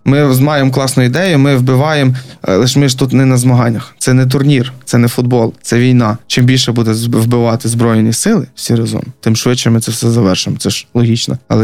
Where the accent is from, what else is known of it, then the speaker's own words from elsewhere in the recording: Volyn Oblast, Ukraine; Для мене дуже, воно мені дуже схоже на мою рідну область Волинську.